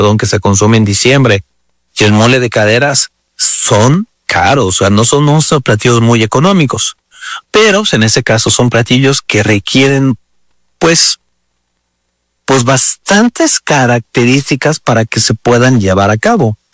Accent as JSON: {"language": "Spanish", "region": "Mexico City", "country": "Mexico", "moved": "yes", "said": "yo soy o era de la Ciudad de México"}